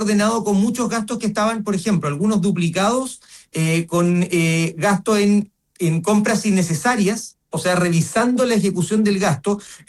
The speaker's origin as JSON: {"language": "Spanish", "region": "Araucanía", "country": "Chile", "said": "Yo soy de la Araucanía, la región más pobre"}